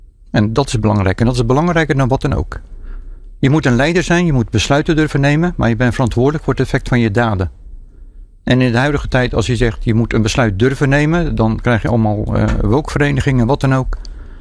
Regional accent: Rotterdam, South Holland, Netherlands; En dan ben ik echt Rotterdammer in hart en nieren.

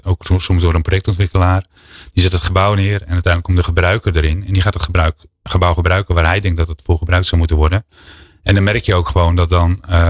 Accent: Netherlands; En het verbaast mij dat wij dat niet als Nederlanders aan het doen zijn.

